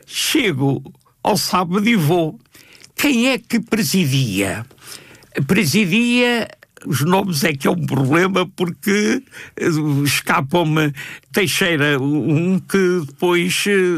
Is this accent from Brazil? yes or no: no; Luanda, Angola; Sei que nasci perto da Mutamba, num prédio que é hoje museu, ali perto da Mutamba, na rua que se chamava nessa altura Ferreira Borges, que ia dar à piscina do Romão.